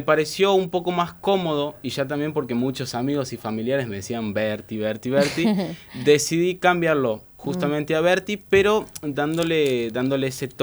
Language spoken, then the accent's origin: Spanish; Buenos Aires, Argentina; Bueno, yo nací en Buenos Aires, en el barrio de La Boca. Pasé viviendo toda mi vida en Buenos Aires